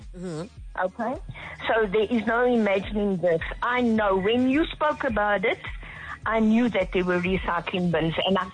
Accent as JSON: {"language": "English", "region": "KwaZulu-Natal", "country": "South Africa", "tie": "born or raised there", "moved": "yes", "lives_now": "Bears Valley, South Africa", "said": "I didn't grow up in Bears Valley. Okay. I grew up in KwaZulu-Natal."}